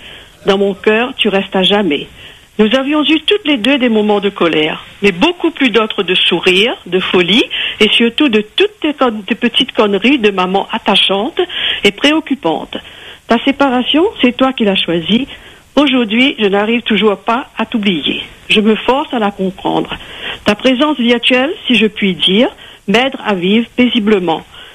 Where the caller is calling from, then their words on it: Sainte-Marie, Réunion; De Sainte-Marie.